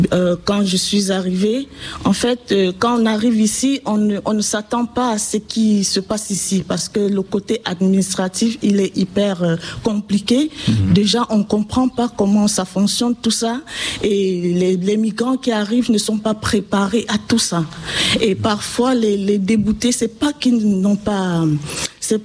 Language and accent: French; Anglophone Cameroon, Cameroon; now in France